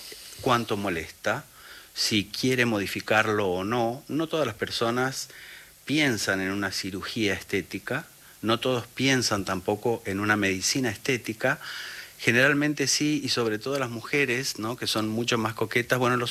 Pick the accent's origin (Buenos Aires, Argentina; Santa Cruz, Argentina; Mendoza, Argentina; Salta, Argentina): Mendoza, Argentina; Palmira; moved away as an adult; yo soy de Mendoza